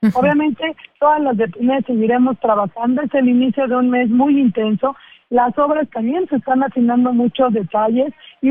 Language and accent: Spanish; Mexico